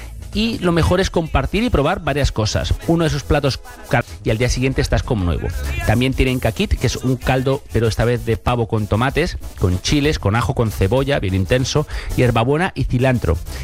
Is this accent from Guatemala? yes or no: yes; Guatemala; Soy de Guatemala.